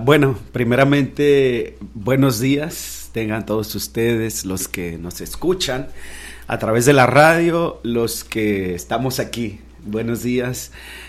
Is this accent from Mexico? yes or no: yes; El Mezquite, Chihuahua, Mexico; moved away as an adult; now in Pacasmayo, Peru; Yo soy nacido y criado en México. Me llevó a predicar la palabra y pastoreé en un pueblo que se llama El Mezquite, municipio de Ojinaga, Chihuahua